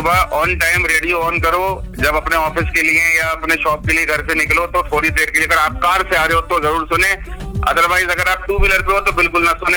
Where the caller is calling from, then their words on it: Moradabad, Uttar Pradesh, India; मैं मुरादाबाद से हूं।